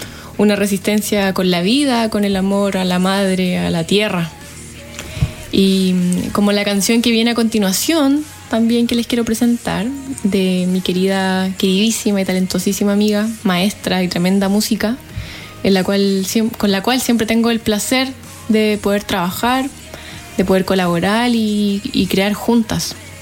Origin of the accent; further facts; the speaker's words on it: southern Chile, Chile; que amamos la naturaleza, que somos sureños, muchos chilenos también como mestizos, sin necesidad de ser mapuche, nos sentimos gente de la tierra.